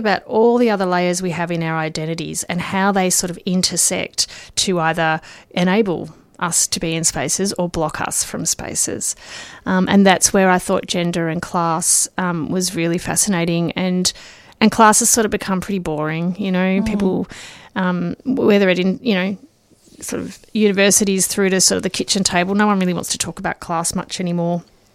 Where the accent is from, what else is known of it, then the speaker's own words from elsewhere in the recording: Sunshine, Victoria, Australia; I grew up in Sunshine in the 80s and the early 90s, so it was a particular era.